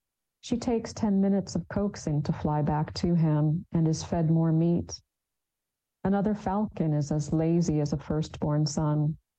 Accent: Jeddah, Makkah Province, Saudi Arabia; born or raised there

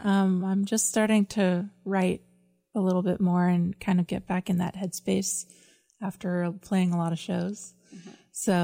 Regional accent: Tucson, Arizona, United States; I'm from Tucson, Arizona, originally

